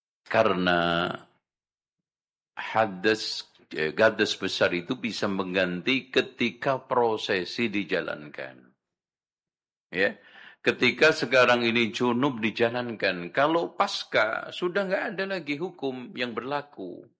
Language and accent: Indonesian; Lamongan, East Java, Indonesia; Itu kampung gue itu.